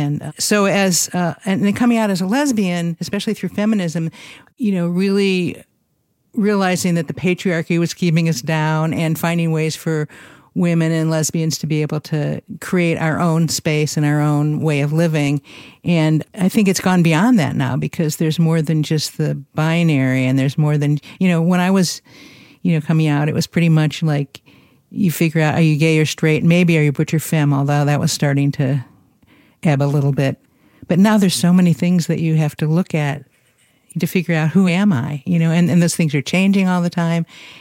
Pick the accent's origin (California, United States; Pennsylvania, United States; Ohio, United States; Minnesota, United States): Ohio, United States; now in Eugene, United States; I am 72 years old, which is also amazing. Was originally from Ohio and came here in 1977 to Eugene.